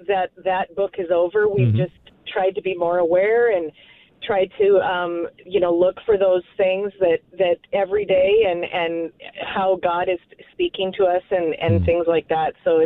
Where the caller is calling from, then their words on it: Grand Island, Nebraska, United States; Grand Island, Nebraska.